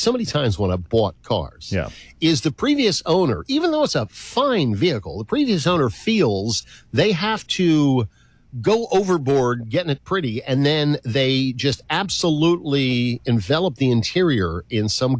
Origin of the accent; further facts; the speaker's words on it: Philadelphia, Pennsylvania, United States; the one thing that I miss the least about growing up in the Philadelphia area was how there was at least one month every summer that it was just god-awful hot